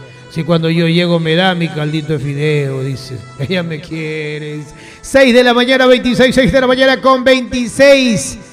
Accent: Ecuador; Somos los ecuatorianos los que estamos mandando.

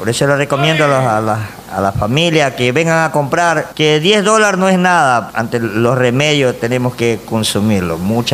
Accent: San Juan de Manta, Manabí, Ecuador; Yo vengo de San Juan de Manta. A los compañeros de San Juan de Manta que se animen a tomar este producto

